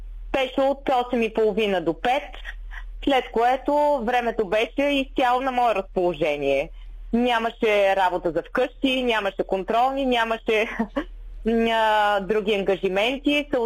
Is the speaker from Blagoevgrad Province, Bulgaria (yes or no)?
no; Kardzhali, Kardzhali Province, Bulgaria; moved away as an adult; also born or lived in Sofia; идвам от София, където работех в сферата на маркетинга и рекламата. Идвайки в град Кърджали, любовта ме върна в моя роден град.